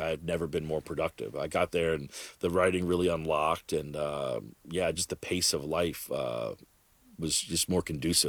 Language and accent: English; the South, United States; growing up in the South, there was a part of me that was always, like, ready to get out of there.